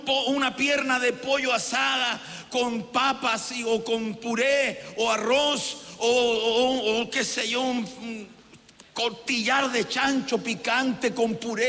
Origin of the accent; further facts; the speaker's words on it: Santiago, Santiago Metropolitan Region, Chile; Somos santiaguinos prudentes.